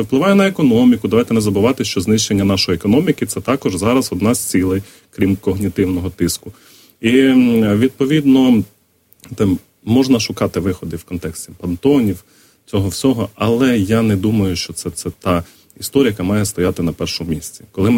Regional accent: Odesa Oblast, Ukraine; Я з Одещини.

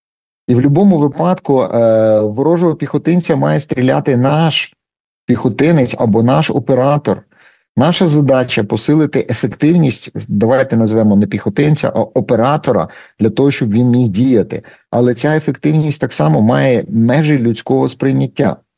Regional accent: Ternopil, Ternopil Oblast, Ukraine; в моєму рідному Тернополі

